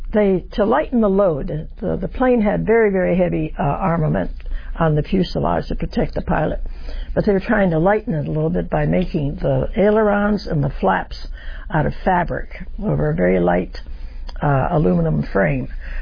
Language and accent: English; West Virginia, United States; born there; And I said, well, I was born in West Virginia